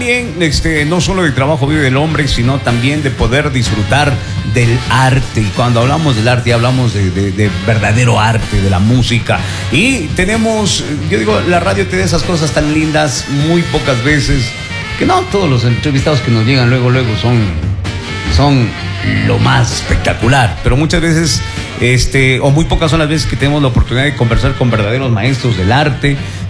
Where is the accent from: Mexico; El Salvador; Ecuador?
Ecuador